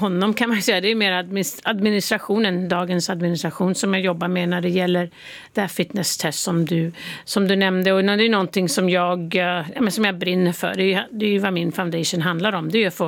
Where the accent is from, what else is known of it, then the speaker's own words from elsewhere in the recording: Sweden; now in United States; Ja, jag är fortfarande svensk medborgare.